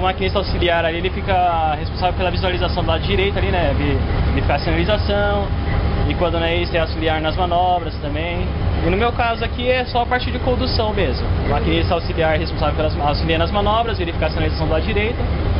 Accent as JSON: {"language": "Portuguese", "region": "São Paulo", "country": "Brazil", "lives_now": "Caieiras, Brazil", "said": "sou aqui de São Paulo mesmo, moro em Caieiras."}